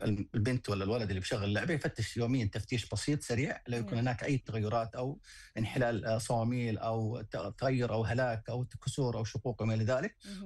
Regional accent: Saudi Arabia; عندنا في السعودية

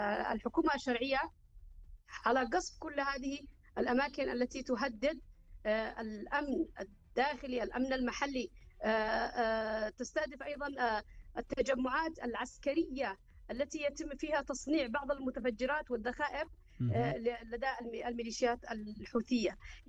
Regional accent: Yemen

